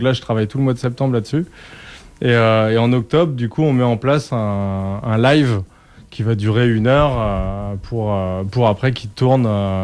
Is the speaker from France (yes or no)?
yes; France; Parce que je suis français.